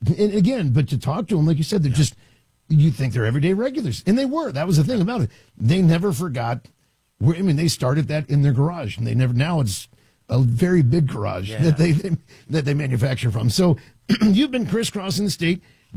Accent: Washington, District of Columbia, United States; moved away as an adult; now in Wisconsin, United States; when I moved here, I got here almost 20 years ago. And I remember, because I grew up in Washington, D.C.

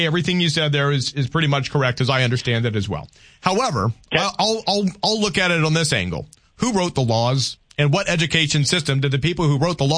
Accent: Louisiana, United States; I grew up in Louisiana

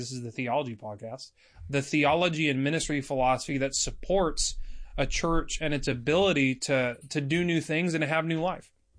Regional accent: California, United States; And I grew up in Southern California.

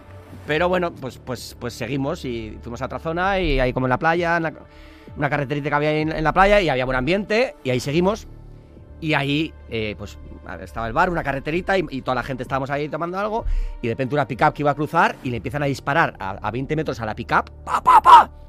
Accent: San Sebastián, Basque Country, Spain

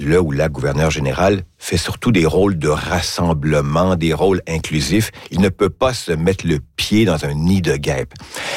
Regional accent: Canada; chez nous, au Canada

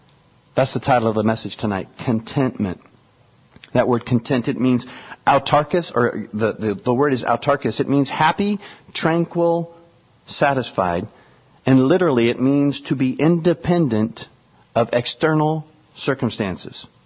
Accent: Kansas City, Kansas, United States; I grew up in Kansas City, Kansas. Then I also moved over to Kansas City, Missouri.

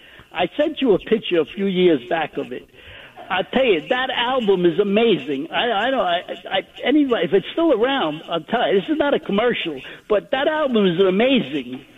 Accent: Bronx, New York, United States; I know, but I'm originally from the Bronx. So when you're from the Bronx, it don't matter where you live, you're from the Bronx, and that's it.

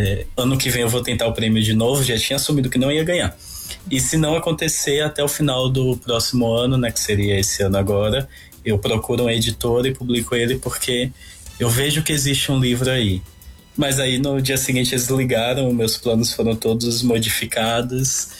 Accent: Salvador, Bahia, Brazil; moved away as an adult; also born or lived in Belo Horizonte; now in São Paulo, Brazil; do meu bairro, que eu nasci lá em Salvador, que é um bairro de periferia, vivi lá a maior parte da minha vida, até 2019, quando eu mudei para Belo Horizonte, depois vim para São Paulo

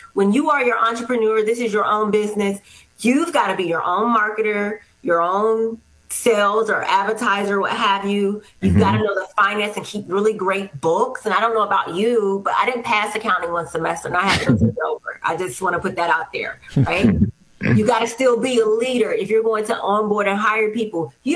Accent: Miami, Florida, United States; Miami's my hometown.

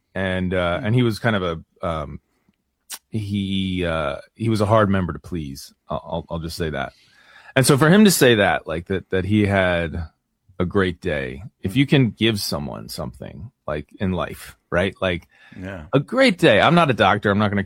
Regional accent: Philadelphia, Pennsylvania, United States; I mean, I'm from Philly. I don't try to play like the I'm Irish thing

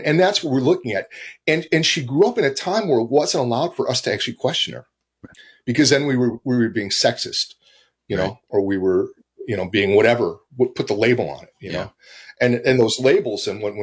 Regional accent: the South, United States; I grew up was born in the Jim Crow South.

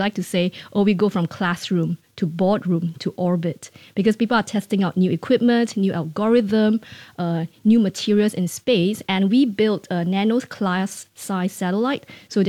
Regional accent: Singapore; I do realize, as someone working in the space industry and as a Singaporean, that is a very big step forward

